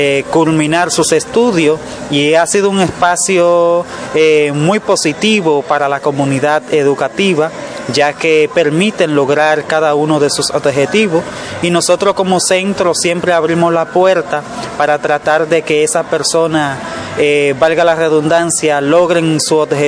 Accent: Yaguate, San Cristóbal, Dominican Republic

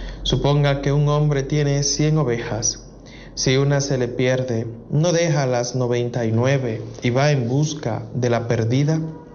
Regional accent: Dominican Republic

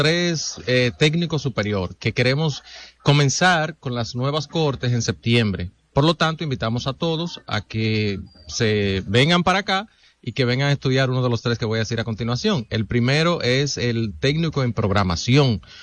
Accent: Jarabacoa, La Vega, Dominican Republic; Yo nací en un campo, en Boma, Jarabacoa

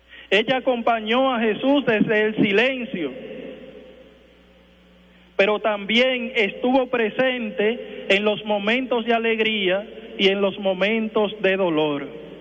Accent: Dominican Republic; como dominicanos que somos

